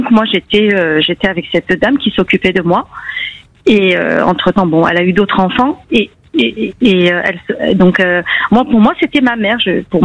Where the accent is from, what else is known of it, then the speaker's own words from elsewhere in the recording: Versailles, Île-de-France, France; born there; Je suis née à Versailles.